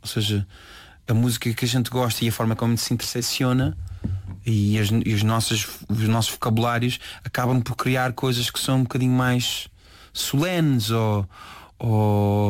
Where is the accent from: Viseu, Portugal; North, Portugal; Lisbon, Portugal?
Lisbon, Portugal; Sacavém; also born or lived in Arrentela / São João da Talha; Ou seja, eu passei a maior parte da minha infância em Sacavém.